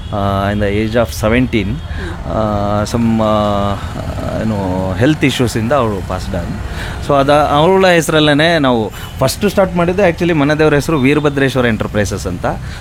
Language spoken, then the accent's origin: Kannada; Gajanur, Karnataka, India; also born or lived in Tirthahalli / Bengaluru; now in Shivamogga, India; ನಾನು ಬೇಸಿಕಲಿ ಗಾಜನೂರು, ನಮ್ಮ ಊರು. ನಾನು ಹುಟ್ಟಿದ್ದು ಗಾಜನೂರಲ್ಲೇ, ಬೆಳೆದಿದ್ದು ಗಾಜನೂರು. ನನ್ನ ಎಜುಕೇಷನ್ ಎಲ್ಲ ರಂಭಾಪುರಿ ಪೀಠ ಮತ್ತು ತೀರ್ಥಹಳ್ಳಿಯಲ್ಲಿ ಆಗಿದ್ದು. Basically civil engineer. Around 11 years ನಾನು ಬೆಂಗಳೂರು ಕಾರ್ಪೊರೇಟಲ್ಲಿ ವರ್ಕ್ ಮಾಡಿದ್ದೀನಿ.